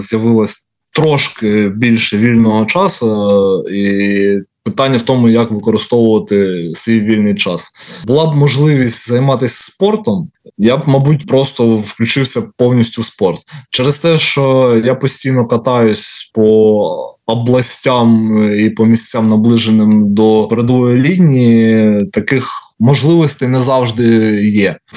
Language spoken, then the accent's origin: Ukrainian; Kharkiv, Kharkiv Oblast, Ukraine; Я з Харкова, у нас є циркова студія.